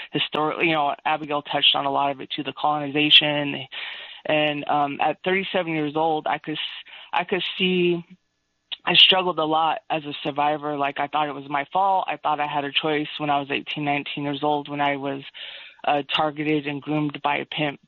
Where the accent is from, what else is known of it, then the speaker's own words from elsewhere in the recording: Seattle, Washington, United States; I was born and raised in Seattle, so even though I wasn't sex trafficked in Seattle, anybody who's born and raised here knows about Aurora Avenue